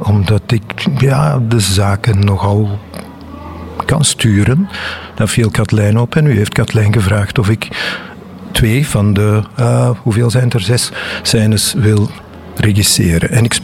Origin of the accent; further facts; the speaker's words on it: Antwerp, Flanders, Belgium; Nee, ik weet heel weinig van de zeeën van Oostende. Ik ben echt van Antwerpen, ja.